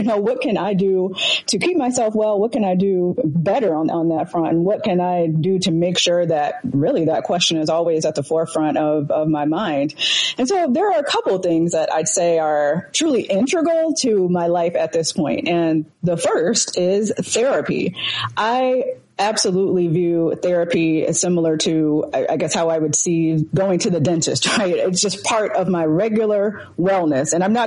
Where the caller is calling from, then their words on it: Baltimore, Maryland, United States; I am calling in from Baltimore, Maryland.